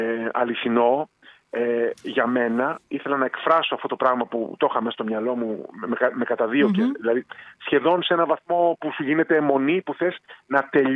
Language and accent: Greek; Chalkida, Central Greece, Greece; το χωριό μου, η Χαλκίδα δηλαδή.